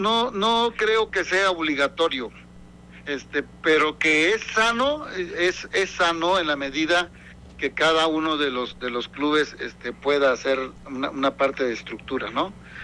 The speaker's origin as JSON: {"language": "Spanish", "region": "Tabasco", "country": "Mexico", "said": "y estando más ahí en mi tierra, ¿verdad?"}